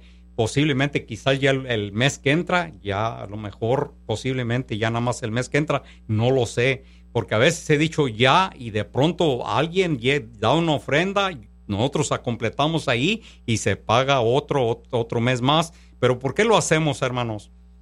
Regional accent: Panindícuaro, Michoacán, Mexico; ir para allá, para mi ranchito, para mi pueblo querido, hermano. Yo soy de Michoacán, de Panindícuaro, Michoacán

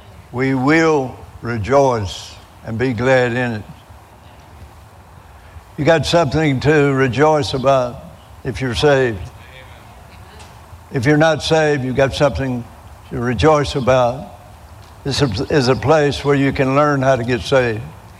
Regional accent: Eufaula, Alabama, United States; moved away; I'm originally from Eufaula, Alabama.

